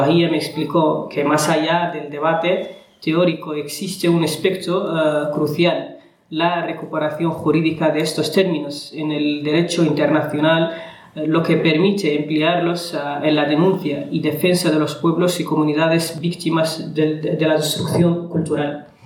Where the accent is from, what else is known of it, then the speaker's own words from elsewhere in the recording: Western Sahara; Como saharauis usamos todos los ámbitos legales para defender la causa saharaui